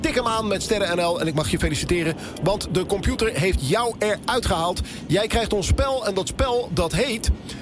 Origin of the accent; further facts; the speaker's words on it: Kaatsheuvel, North Brabant, Netherlands; born there; Kom je ook wel eens in mijn geboorteplaats?